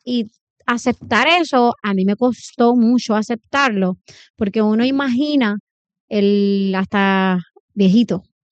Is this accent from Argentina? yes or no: no; Guayama, Puerto Rico; yo soy natural de Guayama